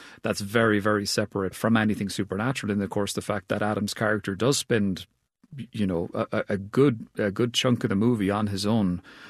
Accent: Cork, Munster, Ireland; We even shot it where I grew up, so I'm from Cork, which is in the southwest of Ireland.

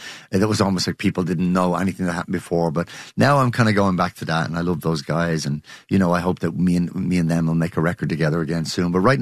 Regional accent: Ireland; I think of myself as an Irish person, an Irish musician. I mean, of course, Irish music is a huge part of my root.

